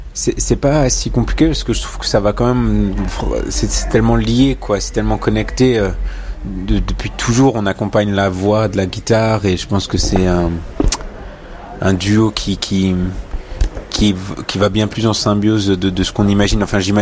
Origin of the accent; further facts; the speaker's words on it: Grand Est, France; born there; Ouais, on est Alsacien.